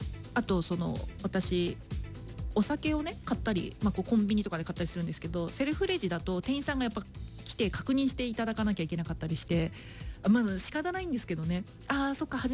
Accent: Iwaki, Fukushima, Japan; moved away; うちの地元がね、出身の方のいわき市内の駅の方が自動改札になるのが結構遅かったので、

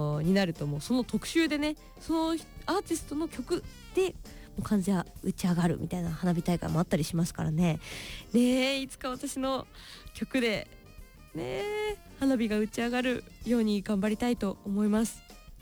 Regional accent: Mito, Ibaraki, Japan; 地元水戸への思い

